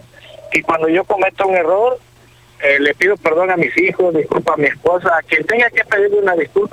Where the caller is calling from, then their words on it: Veracruz, Mexico; Yo soy de Veracruz